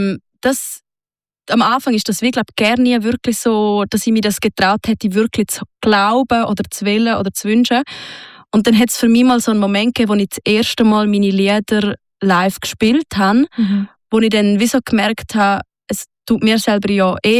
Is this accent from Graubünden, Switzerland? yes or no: no; Sargans, St. Gallen, Switzerland; hat mich mal gefragt, in meiner Heimatstadt Sargans